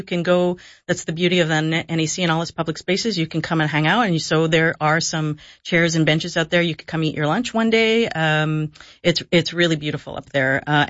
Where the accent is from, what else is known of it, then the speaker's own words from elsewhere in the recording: Ottawa, Ontario, Canada; I grew up here in Ottawa and I was dialed into CFRA all the time.